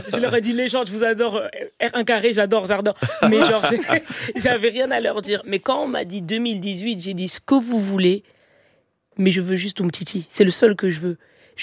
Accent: Cameroon; Il est camerounais, je suis camerounaise.

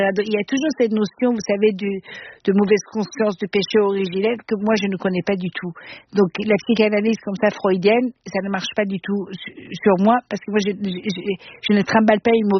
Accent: Austria; first language Persian; French is a second language; Je parlais de persan, mes parents ils m'ont mis dans une école francophone, après j'ai grandi en Autriche, voilà, après l'anglais, il fallait quand même le parler, je me suis mariée avec un Suédois

